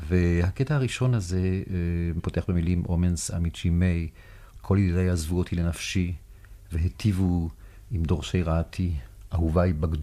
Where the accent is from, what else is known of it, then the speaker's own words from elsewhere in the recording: Ramat Gan, Tel Aviv District, Israel; ובבית שלנו ברמת גן בילדותי בשנות ה-30